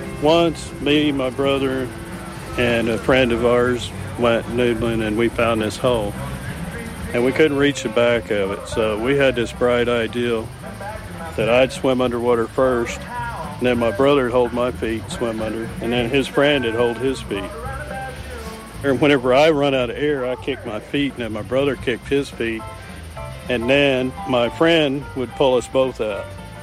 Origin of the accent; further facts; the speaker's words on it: Caddy Mead, Oklahoma, United States; I'm from Caddy Mead, Oklahoma. I am fourth generation Okie noodler.